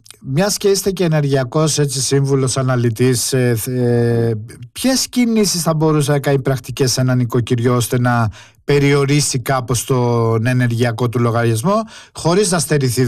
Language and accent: Greek; Limni, Central Greece, Greece; Εγώ είμαι από τη Λίμνια πάνω.